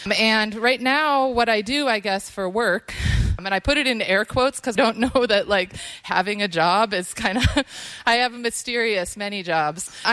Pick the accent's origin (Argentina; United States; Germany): United States; Palisade, Minnesota; So I grew up in Aiken County. My mom grew up in Aiken County. My grandma grew up in Aiken County.